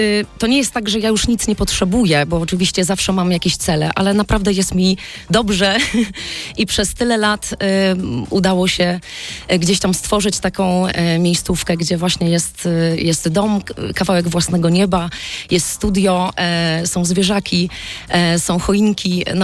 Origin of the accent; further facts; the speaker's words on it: Kutno, Łódź Voivodeship, Poland; moved away as an adult; also born or lived in Katowice / Warsaw; now in near Teresin, Poland; Ja pochodzę z Kutna